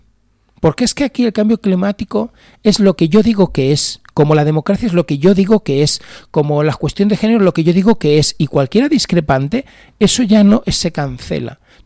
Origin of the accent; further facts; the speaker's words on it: Spain; como tantos españoles que arreglamos el país tomando café